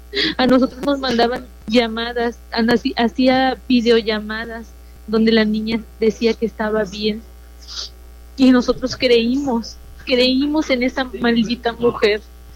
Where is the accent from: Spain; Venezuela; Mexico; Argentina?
Mexico; Poza Rica, Veracruz; nosotros somos de Poza Rica, Veracruz